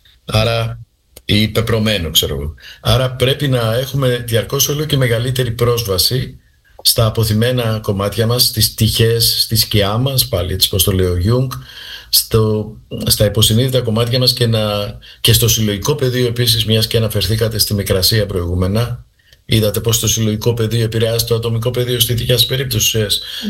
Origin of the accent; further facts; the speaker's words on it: Crete, Greece; now in Cyprus; Απ' την άλλη μεριά είμαι από την Κρήτη, η καταγωγή μου είναι από την Κρήτη.